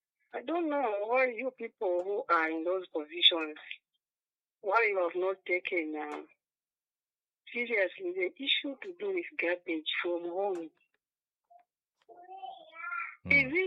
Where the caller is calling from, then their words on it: Kitwe, Copperbelt, Zambia; I'm calling from Kitwe.